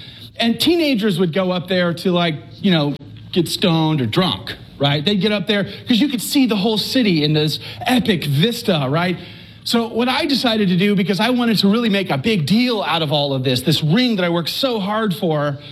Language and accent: English; Texas, United States; I'm from Texas.